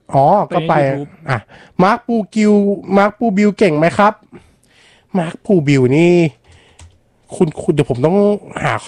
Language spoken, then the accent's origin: Thai; Min Buri, Bangkok, Thailand; born there; แต่ผมเกิดกรุงเทพนะเกิดที่มินบุรี